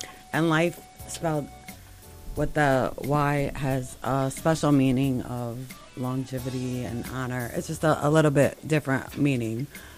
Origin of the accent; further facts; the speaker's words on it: Kalamazoo, Michigan, United States; I've lived in Kalamazoo for over 40 years. It's my hometown, I guess. I call it that.